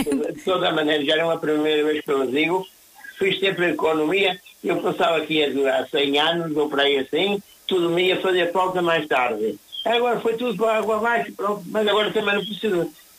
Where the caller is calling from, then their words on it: Barcelos, Norte, Portugal; Olha, mas agora já estou a falar aqui de Barcelos